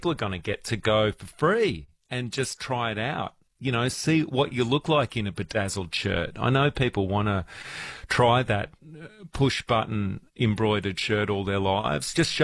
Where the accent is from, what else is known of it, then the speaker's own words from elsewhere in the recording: Melbourne, Victoria, Australia; at least where I grew up in Melbourne, to the ways of country.